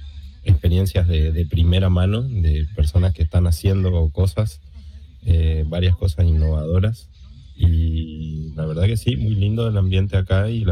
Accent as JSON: {"language": "Spanish", "region": "Chaco", "country": "Argentina", "said": "soy chaqueño, soy ingeniero agrónomo, estudié en Corrientes, en la UNE"}